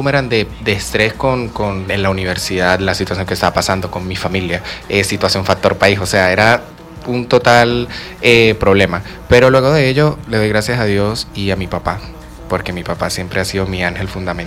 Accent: La Grita, Táchira, Venezuela; Mi familia, por parte de mamá, viene de La Grita. Nosotros somos de La Grita principalmente, la familia de mi papá viene del Llano y tengo familia en Pregonero, en casi todos lados

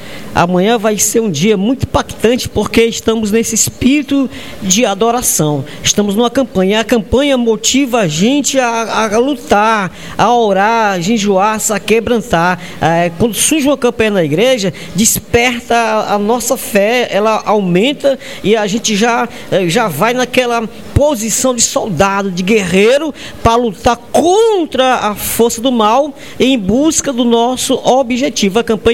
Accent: Caucaia, Ceará, Brazil; Ô, glória, pastor Daí, sou da Calcaia

